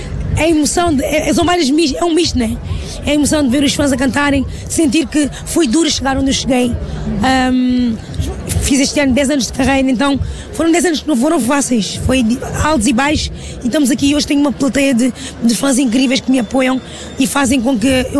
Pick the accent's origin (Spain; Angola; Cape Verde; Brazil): Cape Verde; todos os cabo-verdianos têm orgulho em ser cabo-verdianos e saber que somos ricos em cultura, somos um povo humilde